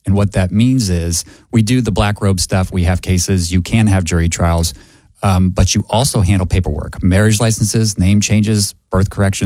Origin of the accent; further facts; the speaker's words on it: Centerville, Ohio, United States; Born and raised in Centerville. So I grew up, went to high school at Centerville, went to Miami University.